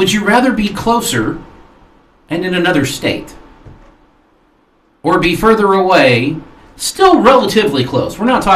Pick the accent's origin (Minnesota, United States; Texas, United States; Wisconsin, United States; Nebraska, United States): Texas, United States; Houston; growing up in Houston as a Houston Oilers fan and then moving to Tennessee